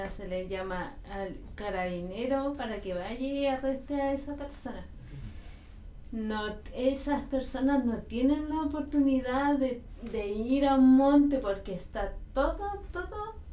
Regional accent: Biobío, Chile; porque cuando yo llegué acá, yo vengo del Biobío

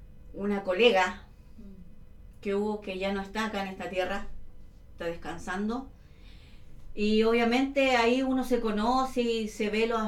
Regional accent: Valdivia, Los Ríos, Chile; moved away; yo soy de Valdivia, allá en Valdivia

